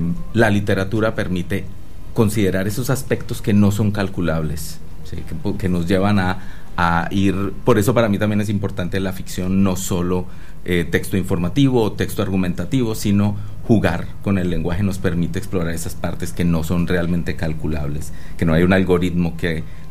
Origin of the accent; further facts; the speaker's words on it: Barrancabermeja, Santander, Colombia; ¿a dónde voy a ir si no voy a ir a Barranca, que es mi ciudad de origen? Y detrás de las cosas que escribo, siempre hay mucho de mis experiencias de Barranca